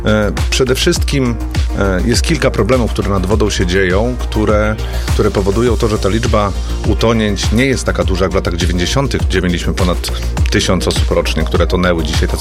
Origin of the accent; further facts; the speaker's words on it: Przymorze, Pomeranian Voivodeship, Poland; Ja wychowałem się na Przymorzu, więc plaża była naszym naturalnym środowiskiem.